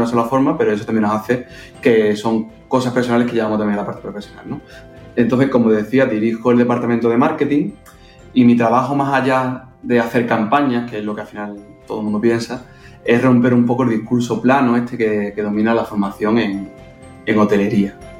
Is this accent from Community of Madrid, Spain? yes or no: no; Huelva, Andalusia, Spain; Soy de Huelva y me encanta mi tierra, desconocida por muchos y eso hace que conserve ese encanto especial que espero que no pierda.